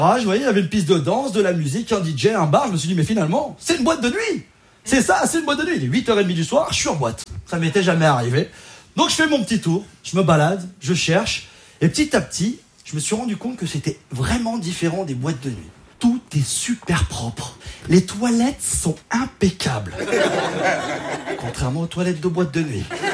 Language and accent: French; Auvergne-Rhône-Alpes, France; Moi, je viens de Savoie, d'un petit village de montagne. Alors, j'ai envie de vous dire, petit village classique. Tout le monde connaît tout le monde.